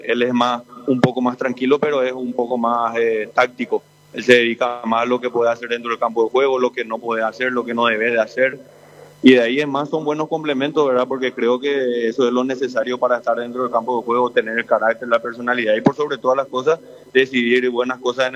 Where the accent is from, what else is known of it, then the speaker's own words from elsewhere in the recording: Asunción, Paraguay; moved away; Yo soy de Asunción, Barrio Jara.